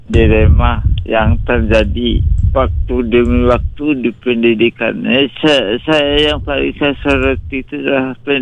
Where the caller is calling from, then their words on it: Padang, West Sumatra, Indonesia; di kota saya itu di Padang ya.